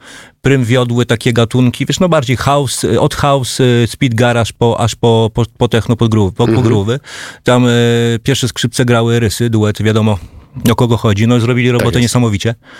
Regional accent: Warsaw, Masovian Voivodeship, Poland; jestem ja warszawiak

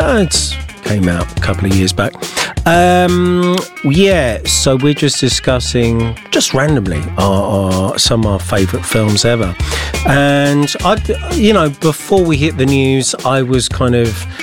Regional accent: United Kingdom; born there; pride in my home country.

